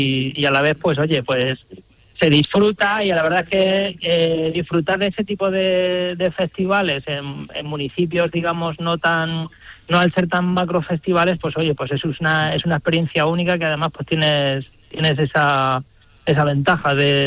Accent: Castilla-La Mancha, Spain; yo personalmente soy de Corral

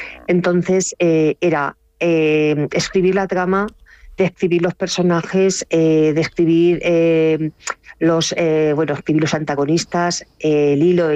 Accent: Cuenca province, Castilla-La Mancha, Spain; el Canto del Grajo comenzó en mi pueblo, en mi pueblo lo conozco como la palma de mi mano, en tierras conquenses.

